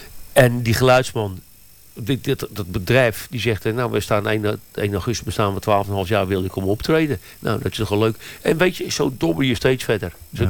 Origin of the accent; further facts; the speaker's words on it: Netherlands; now in Herpen, Netherlands; Ik kom dus uit het Westen.